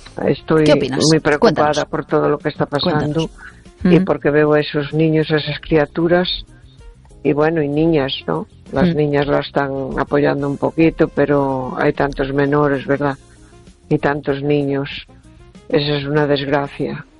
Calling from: A Coruña, Galicia, Spain; de Coruña.

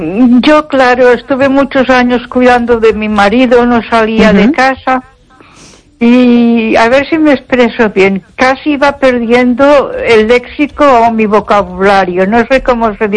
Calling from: Ponferrada, Castile and León, Spain; Buenas noches, Esther. … de Ponferrada.

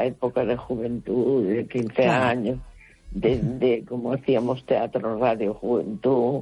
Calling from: A Coruña, Galicia, Spain; de La Coruña.

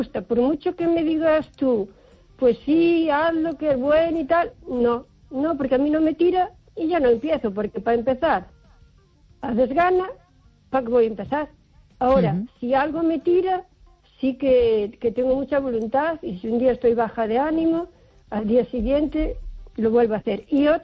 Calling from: O Carballiño, Galicia, Spain; Buenas noches, Esther … de Carballiño.

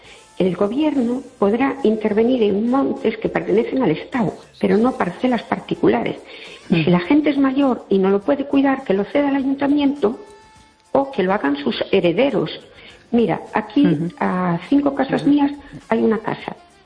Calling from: Fene, Galicia, Spain

